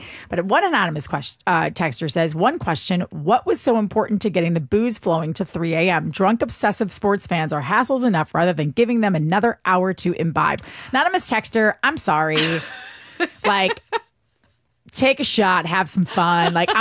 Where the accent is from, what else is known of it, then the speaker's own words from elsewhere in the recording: Wisconsin, United States; I don't know, maybe because I grew up in Wisconsin, but I just think it's a good idea.